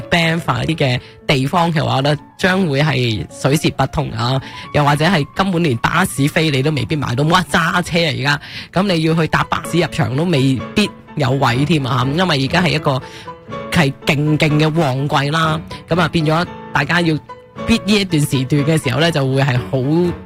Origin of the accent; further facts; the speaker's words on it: Canada; 我哋作为加拿大人嘅话啦，吓亚省